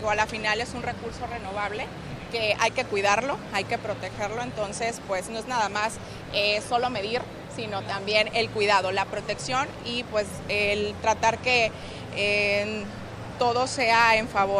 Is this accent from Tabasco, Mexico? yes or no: yes; Tabasco, Mexico; nuestro estado es totalmente un sector muy noble